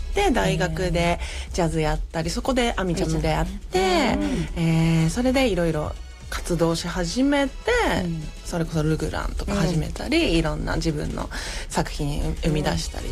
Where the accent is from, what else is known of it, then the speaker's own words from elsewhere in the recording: Sapporo, Hokkaido, Japan; now in Tokyo, Japan; 私も札幌出身なんですよ